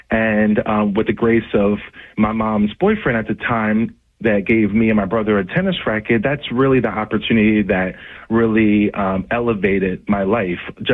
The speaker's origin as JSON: {"language": "English", "town": "Pennsauken", "region": "New Jersey", "country": "United States", "tie": "born or raised there", "said": "to give back to the city of Asbury, because it resembles where I grew up in Pensauken."}